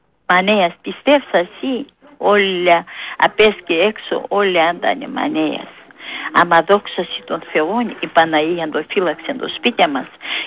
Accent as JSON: {"language": "Greek", "town": "Filothei", "country": "Greece", "said": "Από τη Φιλοθέη είμαι."}